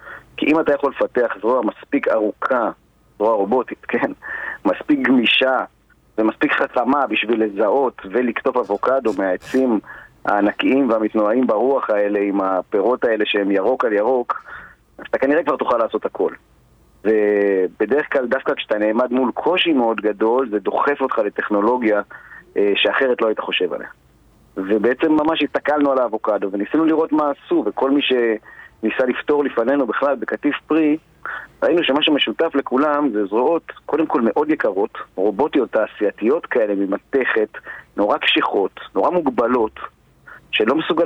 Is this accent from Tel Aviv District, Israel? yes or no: no; Mishmar HaNegev, Southern District, Israel; אני גדלתי בקיבוץ משמר הנגב, גדלתי בתוך חקלאות, עבדתי הרבה שנים בחקלאות